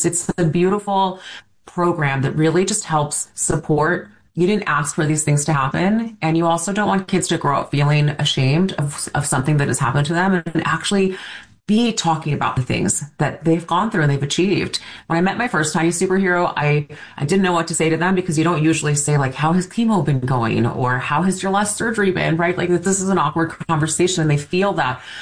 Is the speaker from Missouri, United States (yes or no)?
yes; St. Louis, Missouri, United States; I'm from St. Louis. I love the Midwest.